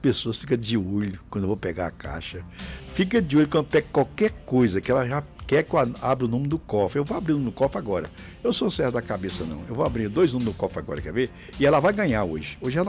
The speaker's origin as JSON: {"language": "Portuguese", "country": "Brazil", "said": "eu como brasileiro"}